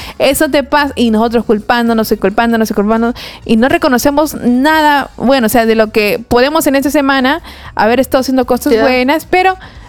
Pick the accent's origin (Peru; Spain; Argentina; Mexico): Peru; lo que somos peruanos.